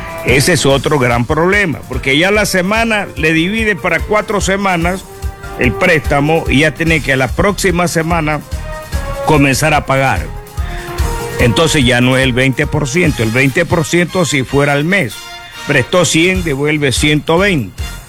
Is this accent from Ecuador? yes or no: yes; Ecuador; los ecuatorianos